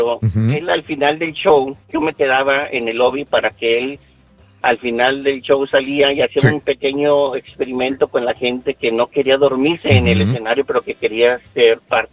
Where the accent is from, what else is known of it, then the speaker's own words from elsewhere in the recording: Reynosa, Tamaulipas, Mexico; Mire, yo soy de Reynosa.